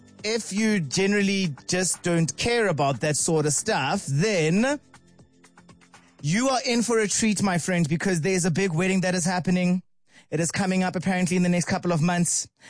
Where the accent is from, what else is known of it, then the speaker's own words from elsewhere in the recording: Alberton, Gauteng, South Africa; Now I'm in Alberton. I'm kidding. I'm from Alberton.